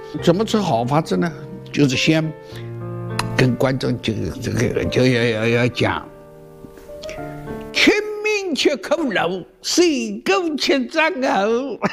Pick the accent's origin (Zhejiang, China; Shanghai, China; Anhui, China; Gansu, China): Zhejiang, China; Huzhou; 那是我们湖州的土话呢。